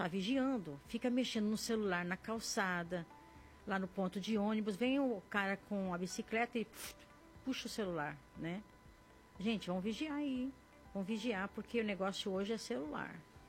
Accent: São Paulo, Brazil; Eu nasci aqui, sou da Gema. Eu sou paulistana, nasci aqui na...

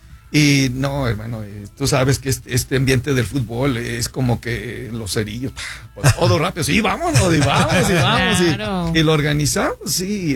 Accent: Los Reyes, Michoacán, Mexico; Yo soy originario de Los Reyes, Michoacán.

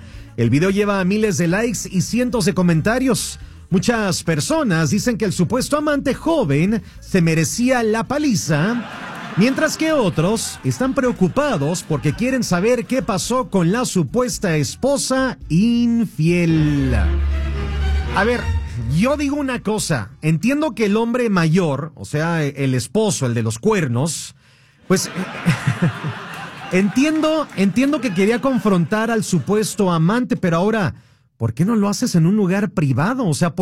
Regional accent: Mexico; como buenos mexicanos que somos

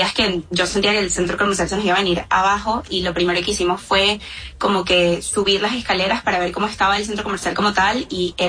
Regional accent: Venezuela; yo soy de aquí de Venezuela, yo estoy aquí en Venezuela.

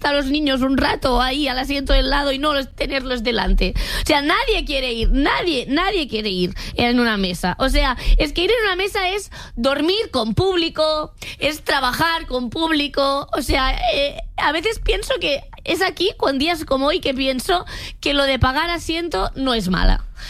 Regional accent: Catalonia, Spain; como persona catalana esto me

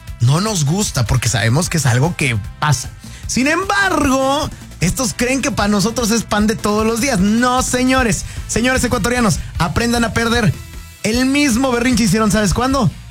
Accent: Mexico

